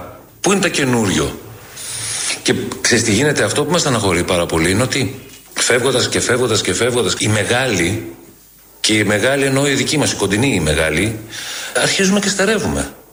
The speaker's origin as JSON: {"language": "Greek", "country": "Greece", "said": "Αλλά όταν είμαι εκτός Ελλάδος και κάποιος πάει να μου θίξει την πατρίδα μου, γίνομαι θηρίο."}